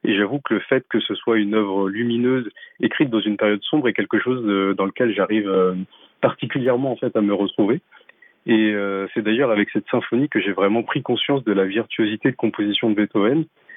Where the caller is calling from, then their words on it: Paris, Île-de-France, France; j'habite à Paris.